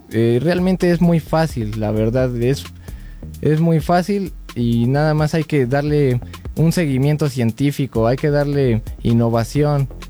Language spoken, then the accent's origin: Spanish; Pachuca, Hidalgo, Mexico; yo soy de Pachuca y ahí tenemos su casa de ustedes.